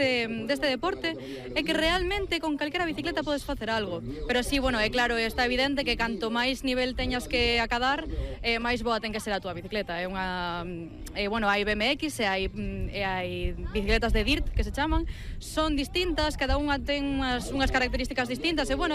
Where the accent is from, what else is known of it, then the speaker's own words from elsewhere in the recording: Redondela, Galicia, Spain; Sí, a verdade é que é unha pena que eu, que son de Redondela, teña que desplazarme ata Mondariz.